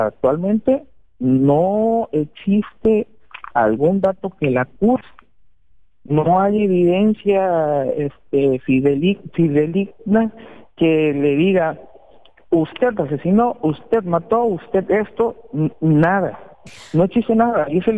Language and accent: Spanish; Poza Rica, Veracruz, Mexico; nosotros somos de Poza Rica, Veracruz, fue esta institución.